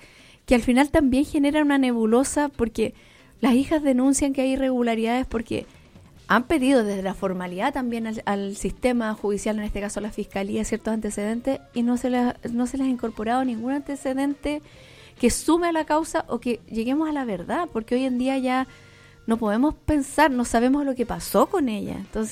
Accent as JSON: {"language": "Spanish", "town": "Romeral", "region": "Maule", "country": "Chile", "said": "antes cuando uno decía, yo soy de Romeral, tú también vives en el campo aquí en Curicó"}